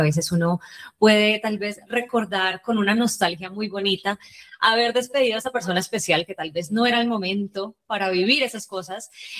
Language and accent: Spanish; Colombia; now in United States; Hace 8 años me fui de Colombia, estoy viviendo en los Estados Unidos, así que es muy lindo volver a casa, volver a la tierrita para hablar de música.